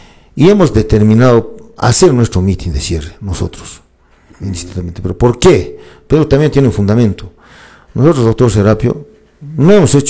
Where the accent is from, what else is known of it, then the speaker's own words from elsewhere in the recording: Calca, Cusco, Peru; a mi pueblo de Calca